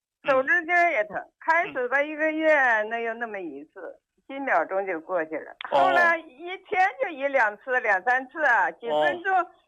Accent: Shenyang, Liaoning, China; 哎，您好，刘老师，我是沈阳的患者。

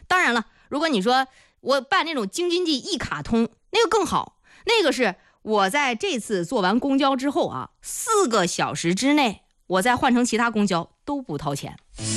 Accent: Zhengding, Hebei, China; now in Shijiazhuang, China; 因为在我们石家庄啊，你看我老家是正定的

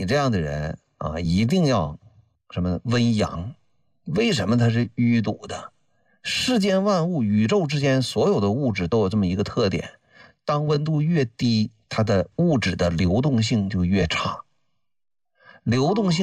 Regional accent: northern China, China; 你看我是北方人哈，

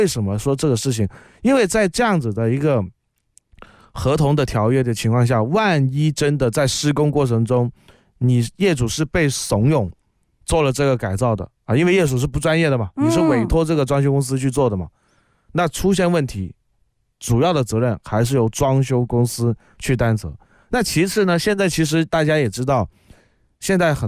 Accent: Guangdong, China; accent: Cantonese; 我们广东话说要被冬瓜倒腐

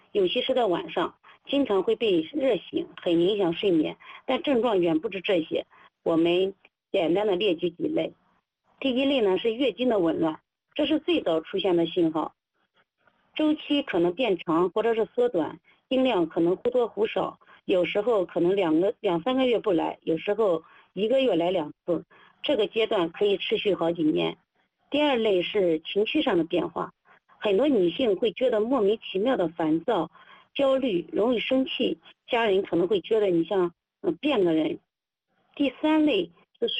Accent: China

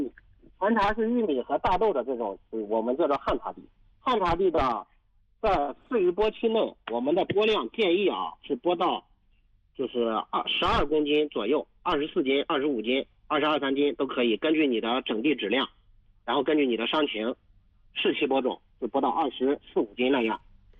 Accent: northern China, China; 咱们北方人

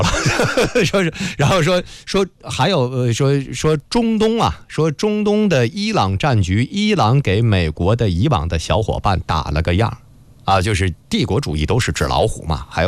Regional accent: Canada; 这是我们加拿大人的整个我们的文脉和乡愁啊

